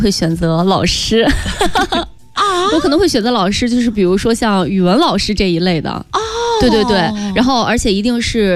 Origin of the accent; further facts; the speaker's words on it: northern China, China; born there; moved away; also born or lived in Sichuan; 因为我在北方长大，在四川相对来说我普通话比较好，